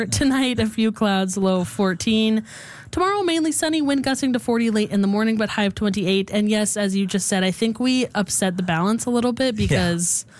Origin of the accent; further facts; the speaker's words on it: Red Deer, Alberta, Canada; now in Edmonton, Canada; Like, I grew up in Red Deer.